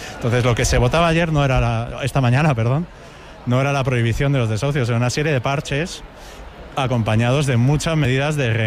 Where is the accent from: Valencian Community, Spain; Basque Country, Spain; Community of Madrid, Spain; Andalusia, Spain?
Community of Madrid, Spain; Madrid; Nosotros somos de La Paz de Vallecas, nuestro barrio lo construyeron los vecinos.